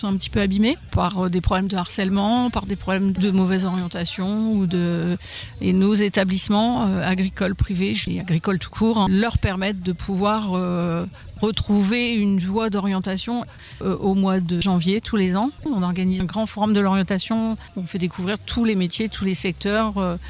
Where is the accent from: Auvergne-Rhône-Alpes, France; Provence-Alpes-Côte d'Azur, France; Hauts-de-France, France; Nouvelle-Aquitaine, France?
Hauts-de-France, France; Cuise-la-Motte; Je suis native du secteur, hein. Je suis native de Cuise-la-Motte.